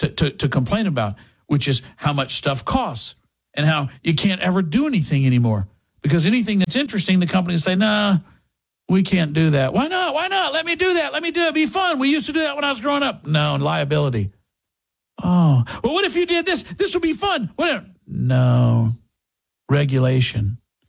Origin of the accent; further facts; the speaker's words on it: Texas, United States; it feels like the way I grew up in East Texas, out in the woods